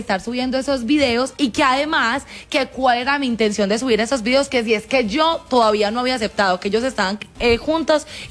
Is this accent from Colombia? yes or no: yes; Colombia; A ver, yo amo Colombia, yo soy colombiana.